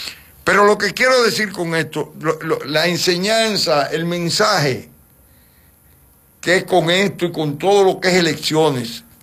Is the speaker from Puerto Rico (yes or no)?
no; Dominican Republic; Entonces, como buenos dominicanos, vamos arriba con esto